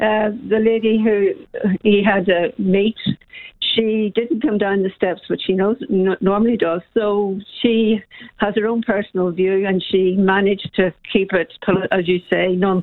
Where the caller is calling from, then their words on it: Ireland; Well, I'm Irish, my husband's English, and I'm Catholic